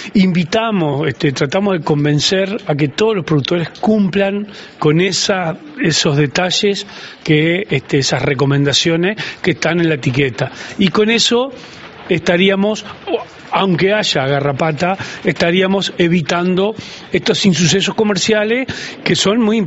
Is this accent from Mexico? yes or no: no; Uruguay; somos uruguayos, no somos anglosajones